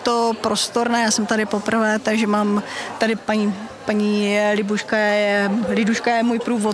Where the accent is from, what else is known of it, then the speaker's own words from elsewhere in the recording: Beskydy, Czechia; Den, ne, my jsme až z Beskyt.